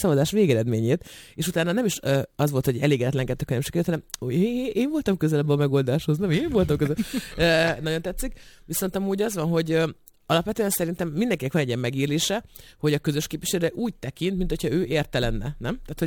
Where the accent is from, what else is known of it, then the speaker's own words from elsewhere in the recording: Nyíregyháza, Szabolcs-Szatmár-Bereg, Hungary; nem tudták, hogy mi nyíregyháziak vagyunk